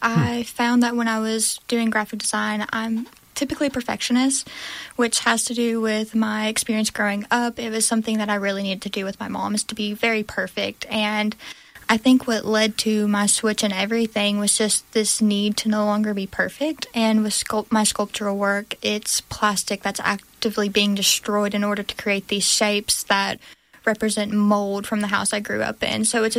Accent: United States; Growing up in the Delta, there's a strong tradition of quilting.

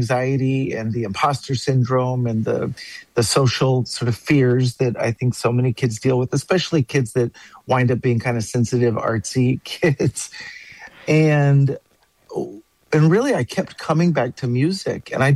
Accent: Dallas, Texas, United States; Well, I'm a seventh-generation Texan, and I grew up in the Dallas area.

